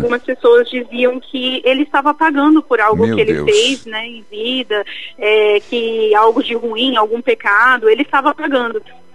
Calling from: Mandaguaçu, Paraná, Brazil; Eu falo de Mandaguaçu.

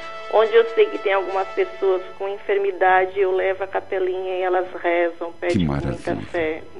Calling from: Gravatal, Santa Catarina, Brazil; Eu falo de Gravatal, Santa Catarina.

